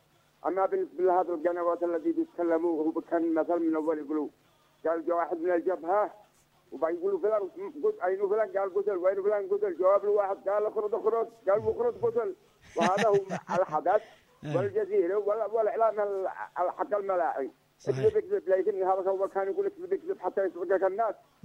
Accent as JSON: {"language": "Arabic", "country": "Yemen", "said": "هذا احنا يمنيين مسكين بقائدنا، ودافع على وطننا بدماءنا وارواحنا واولادنا"}